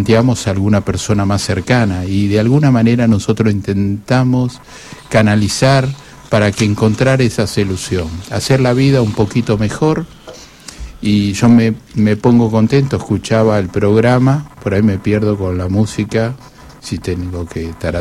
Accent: Argentina; born there; mi país es Argentina, nací en mi país

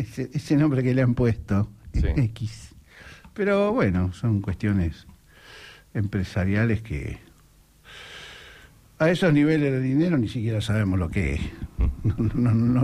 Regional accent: Mar del Plata, Buenos Aires Province, Argentina; born there; nací en Mar del Plata y tenía 5 años la primera vez que papá nos trajo.

